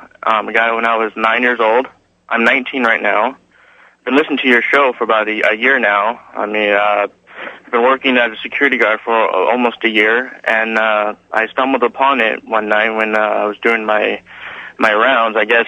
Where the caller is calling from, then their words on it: Lakewood, Washington, United States; I'm calling from Lakewood, Washington.